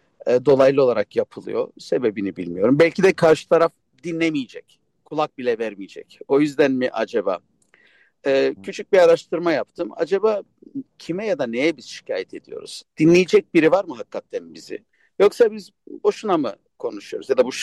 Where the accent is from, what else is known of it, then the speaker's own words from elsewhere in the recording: Armenia; now in Los Angeles, United States; Tam da Ermenistan'da seçim arası. Biliyorsun ülkemiz hem coğrafi konumundan biraz şikayetçi, komşularından şikayetçi.